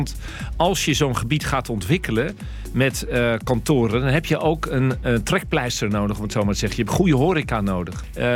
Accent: Rotterdam, South Holland, Netherlands; nog veel groter was dan ik zelf als Rotterdammer. Ik woon bijna mijn hele leven al hier.

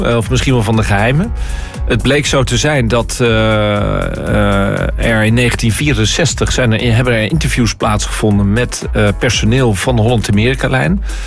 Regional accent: Rotterdam, South Holland, Netherlands; ik ben zelf geboren en getogen in Rotterdam. Ik woon bijna mijn hele leven al in Rotterdam.

